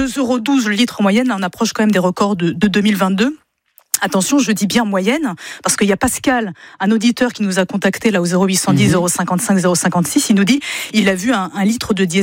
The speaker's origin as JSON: {"language": "French", "country": "France", "said": "le Brent, tout simplement, c'est le thermomètre du prix du pétrole chez nous en France"}